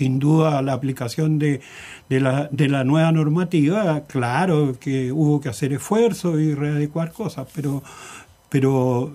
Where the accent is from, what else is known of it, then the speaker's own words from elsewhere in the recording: Ancud, Los Lagos, Chile; moved away as an adult; cuando yo decidí venirme a Ancud de vuelta, a mi tierra, digamos, a mi tierra, en este caso a la tierra chica, Ancud